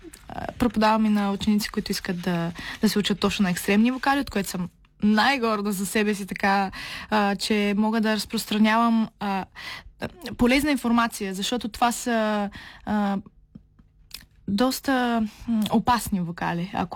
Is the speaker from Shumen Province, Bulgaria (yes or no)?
yes; Shumen, Shumen Province, Bulgaria; now in Pernik, Bulgaria; А между другото, метал сцената не е малка в Перник, така че може да съм далеч от Шумен, но пак намерих някакво място, на което да се чувствам поне близко.